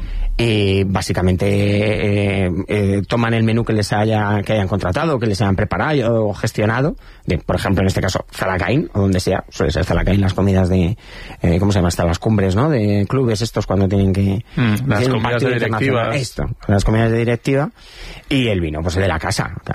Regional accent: Leganés, Community of Madrid, Spain; aunque he criado en Leganés

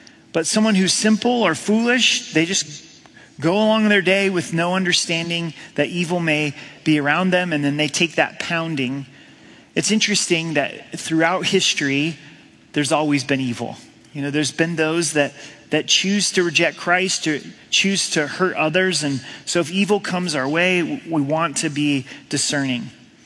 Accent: Pacific Northwest, United States; now in Colorado, United States; I'm from the Northwest, and it can rain for days, right? It just rains and rains and rains.

